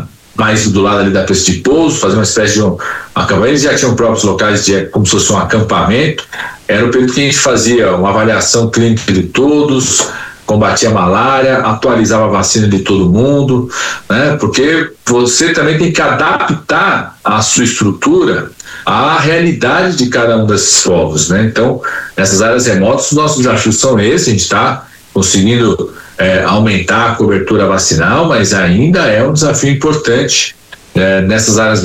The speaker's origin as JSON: {"language": "Portuguese", "region": "São Paulo", "country": "Brazil", "also_born_or_lived": "Amazon region", "said": "eu sou de São Paulo, mas quando tinha terminado a minha especialização, que a gente chama residência, né, em doenças infecciosas, eu fui montar um núcleo da USP lá no meio da região amazônica."}